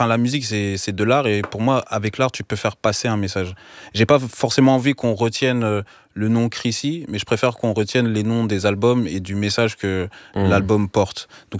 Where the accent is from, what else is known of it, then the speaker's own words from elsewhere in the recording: DR Congo; Bah après je suis congolais, hein, donc bah, les premiers sons que j'ai entendus c'est